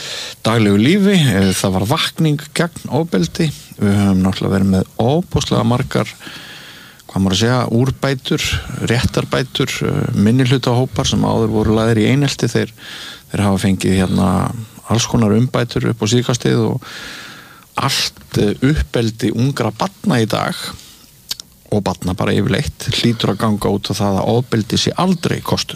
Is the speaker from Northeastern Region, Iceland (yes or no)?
yes; Mývatnssveit, Northeastern Region, Iceland; born or raised there